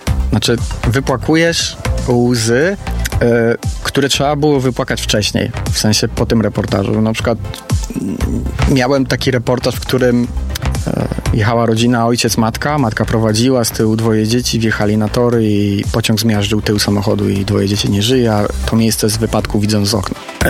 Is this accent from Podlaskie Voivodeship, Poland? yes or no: no; Połczyn-Zdrój, West Pomeranian Voivodeship, Poland; now in Poznań, Poland; Ja mieszkam w Poznaniu, ale pochodzę z Połczyna Zdroju, więc zaproponowano mi książkę o tych regionach.